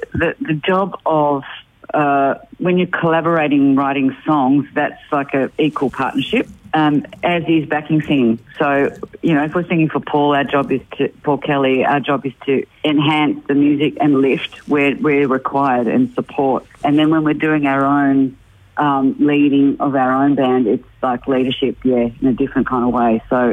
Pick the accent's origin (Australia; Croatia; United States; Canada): Australia; Doncaster, Victoria; when we were growing up in Doncaster to be constantly asked, where do you come from, when we're fourth generation Doncaster girls, really.